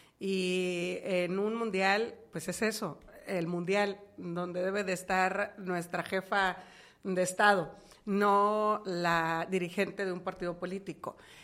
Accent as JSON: {"language": "Spanish", "country": "Mexico", "said": "festejar como mexicanos que nos sentimos orgullosos"}